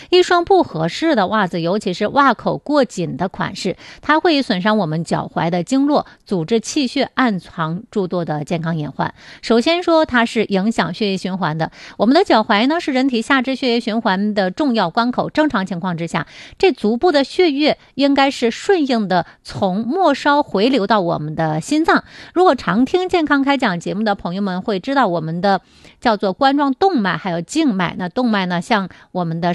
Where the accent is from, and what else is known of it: China